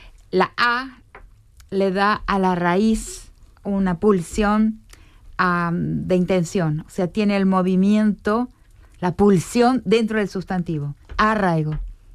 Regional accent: Argentina; moved away as an adult; una migrante toda mi vida. Fui una migrante desde los 23 años hasta los 58.

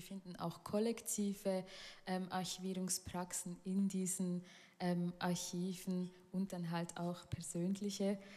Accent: Solothurn, Switzerland; born or raised there

